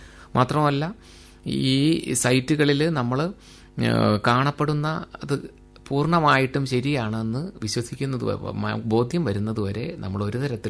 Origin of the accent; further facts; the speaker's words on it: Kerala, India; നമ്മൾ പ്രത്യേകിച്ച് നമ്മൾ മലയാളികൾ